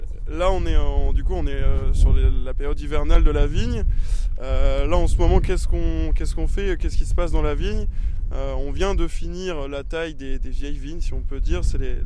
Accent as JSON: {"language": "French", "region": "Hauts-de-France", "country": "France", "tie": "born or raised there", "said": "L'idée de planter de la vigne ici dans le Nord-Pas-de-Calais, déjà c'est ma région natale"}